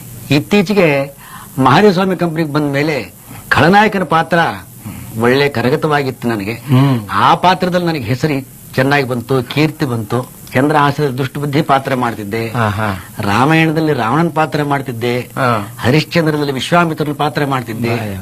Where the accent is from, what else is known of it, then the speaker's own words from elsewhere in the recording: Hanumasagar, Karnataka, India; born there; ನಂದು ಹುಟ್ಟಿದ ಸ್ಥಳ ರಾಯಚೂರು ಡಿಸ್ಟಿಕ್ಟು ಕುಷ್ಟಗಿ ತಾಲೂಕು ಹನುಮಸಾಗರ ಅಂತ.